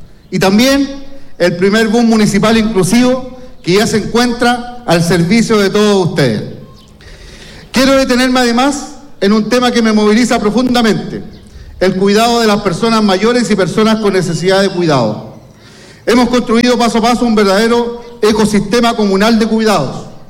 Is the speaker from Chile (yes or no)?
yes; Chile; hoy celebramos también nuestra identidad como chilenos.